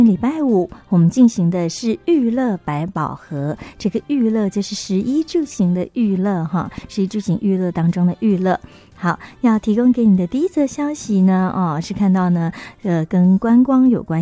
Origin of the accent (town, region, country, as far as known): Taiwan